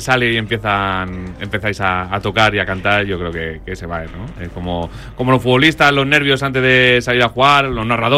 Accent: Toledo, Castilla-La Mancha, Spain; Toledo, que yo soy de Toledo, en Toledo tenemos el acero toledano

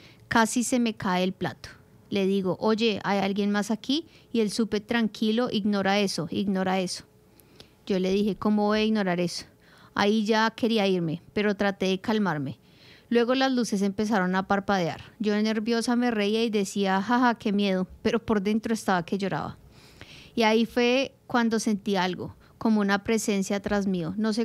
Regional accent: Ecuador; now in Sydney, Australia; soy ecuatoriana. Vivo aquí en Australia desde hace ya 2 años.

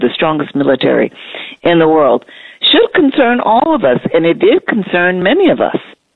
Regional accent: Brooklyn, New York, United States; No, I grew up in Brooklyn. I went to Midwood High School.

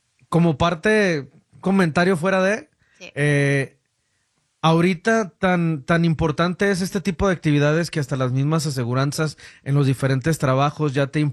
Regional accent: Guanajuato, Mexico; moved away; yo soy de Guanajuato.

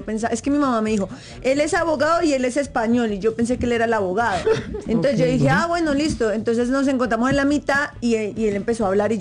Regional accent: Bogotá, Colombia; moved away as an adult; now in Madrid, Spain; nosotras en Colombia estamos acostumbrados a que en la primera cita el hombre nos invite

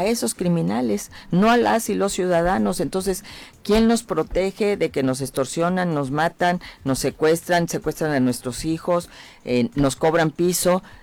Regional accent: Mexico; todos somos mexicanos

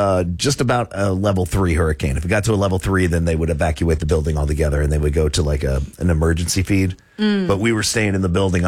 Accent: Florida, United States; moved away; growing up in South Florida.

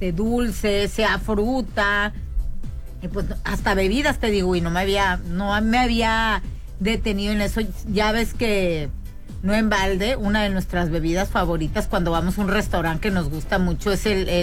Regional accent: Mexico; en cualquier parte de mi México lindo y querido me encuentro a mi gente, a mi pueblo y a la cultura que compartimos. Así que, ¡viva México, canijos!

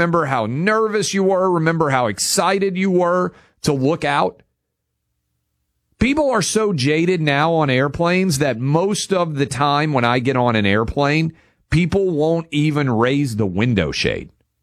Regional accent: Tennessee, United States; Shiloh, in my home state of Tennessee.

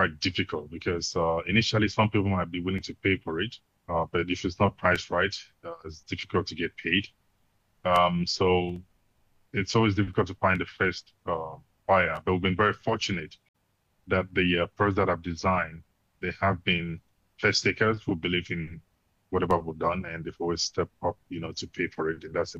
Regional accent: Cameroon; also born or lived in Nigeria / South Africa; I grew up in Cameroon, spent some time in Nigeria and other parts of West Africa, and then South Africa. So I've spent a considerable amount of time in South Africa.

